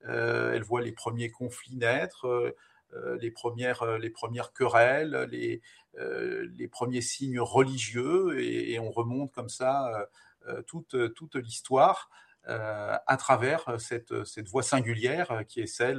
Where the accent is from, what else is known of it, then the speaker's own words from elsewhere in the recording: Paris, Île-de-France, France; je suis parisien d'origine et varois d'adoption.